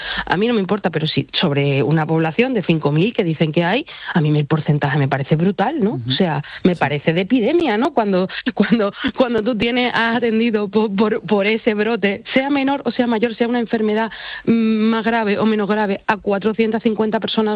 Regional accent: Spain; Yo no necesito que ellos nos digan a nosotros que nosotros somos españoles. Nosotros ya lo sabemos. O sea, nosotros sabemos que somos españoles

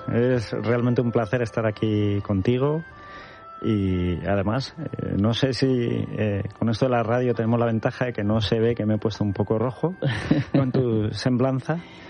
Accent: Collado Villalba, Community of Madrid, Spain; Pues mira, yo nací en Madrid, en La Paz. La ciudad deportiva del Real Madrid, que ya no está aquí. O sea que igual ya no somos tan jóvenes. Y bueno, pues básicamente crecí en Villalba, que es un pueblo de la Sierra de Madrid

